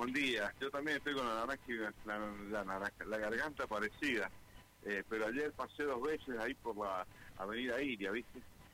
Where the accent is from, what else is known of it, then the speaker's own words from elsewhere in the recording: San Juan, Argentina; Realmente yo soy de San Juan, soy sanjuanino